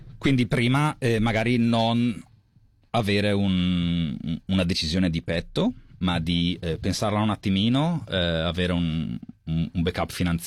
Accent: Brescia, Lombardy, Italy; io sono di Brescia

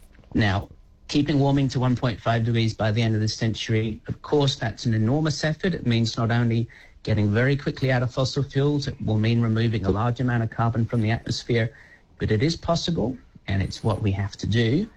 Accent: Australia; speaking as an Australian

